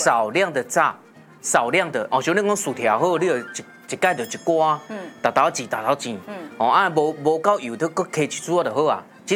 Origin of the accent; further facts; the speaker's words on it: Japan; Chinese is a second language; 那边越南，我是日本人。所以今天要搞大家日本料理。